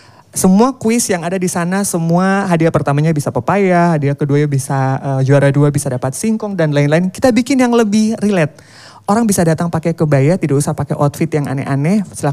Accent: Eastern Indonesia, Indonesia; Indonesia Timur selain makan nasi, kita makan sagu.

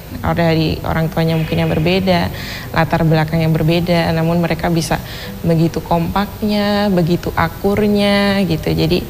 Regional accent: Java, Indonesia; Kebetulan saya dari Jawa, memang saya mempunyai kedua orang tua yang lengkap.

